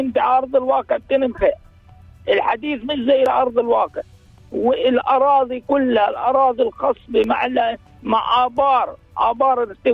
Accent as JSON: {"language": "Arabic", "town": "Ras al-Ahmar", "region": "Tubas Governorate", "country": "Palestine", "tie": "born or raised there", "said": "هي أرضنا، أرضنا، إحنا مش جايين، إحنا مش جايين من بنغلاديش، هاي أرضنا من ما خلقنا أبا عن جد وإحنا عايشين فيها"}